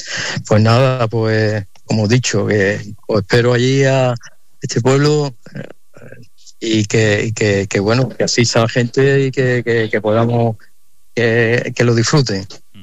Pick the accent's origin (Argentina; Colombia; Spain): Spain; Alcalá de Guadaíra, Andalusia